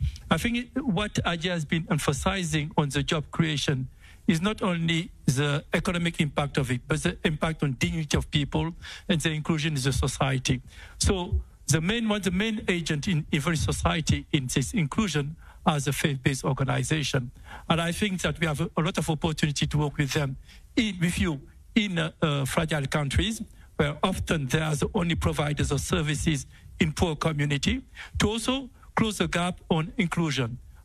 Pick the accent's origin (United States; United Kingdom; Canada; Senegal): Senegal; moved away; also born or lived in Kenya; I come from Senegal, West Africa, and I lived in Kenya.